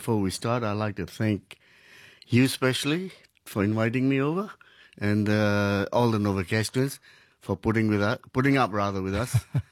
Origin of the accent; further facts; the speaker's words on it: India; moved away as an adult; also born or lived in Myanmar; now in Newcastle, Australia; I was born in Myanmar. My father had a business there, but the army took over, so he came back to India. So my birth is in Myanmar. I grew up in India.